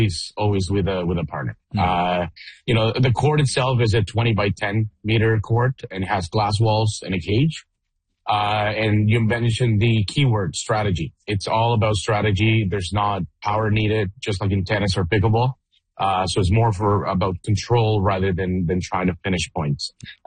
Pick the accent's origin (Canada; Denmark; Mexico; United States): Mexico; So I was born and raised in Mexico. I was born on a tennis court in Mexico.